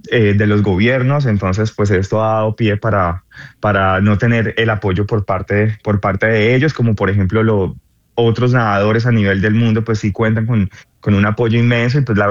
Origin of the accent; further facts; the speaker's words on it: Colombia; now in San Francisco, United States; yo en el 2021 tuve que salir de Colombia por amenazas de muerte. A mí me golpearon durante el paro nacional también que se vivió en este año. Entonces, pues lastimosamente tuve que salir del país y me exilié aquí en Estados Unidos.